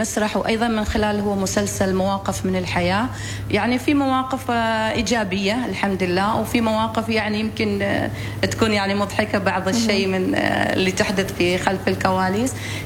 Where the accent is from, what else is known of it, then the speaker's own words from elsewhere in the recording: Oman; وأنا كفنانة عمانية